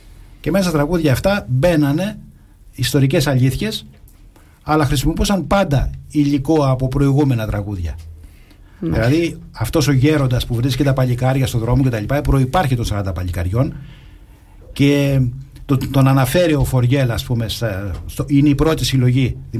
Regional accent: Livadeia, Central Greece, Greece; η Λιβαδιά σαν αφετηρία ήταν η πόλη, η πρωτεύουσα του νομού Βιωτίας, η πόλη μου δηλαδή

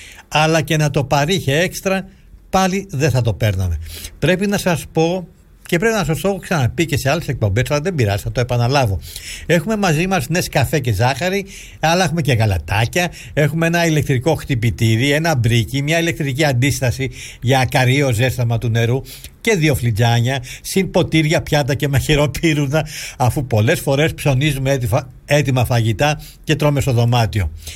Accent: Greece

